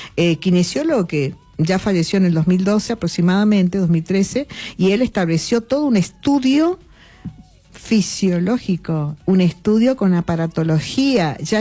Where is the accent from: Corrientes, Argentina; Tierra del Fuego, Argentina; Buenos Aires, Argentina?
Corrientes, Argentina; moved away; yo soy correntina.